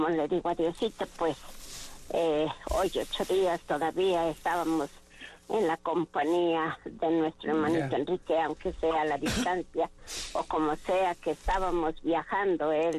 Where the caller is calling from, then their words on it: Tulcán, Carchi, Ecuador; De Tulcán, hermanito